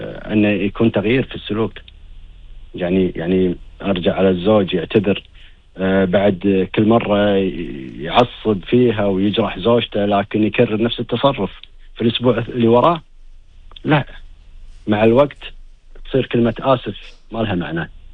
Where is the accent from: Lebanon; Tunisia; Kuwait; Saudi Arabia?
Kuwait; إحنا عندنا كويتي يقول طق الحديد وهو حامي،